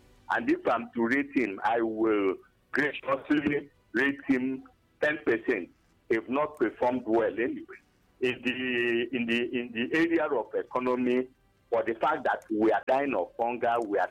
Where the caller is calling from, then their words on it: Enugu, Enugu State, Nigeria; I'm calling from Enugu.